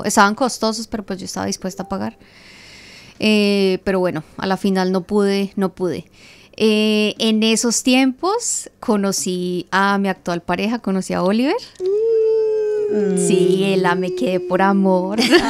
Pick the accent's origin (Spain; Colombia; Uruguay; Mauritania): Colombia; moved away as an adult; now in Australia; Soy colombiana. Yo en Colombia trabajaba en el aeropuerto como asistente de exportaciones